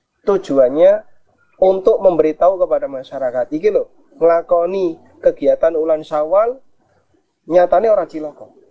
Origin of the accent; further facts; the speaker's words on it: Java, Indonesia; Kula nggih wong Jawa.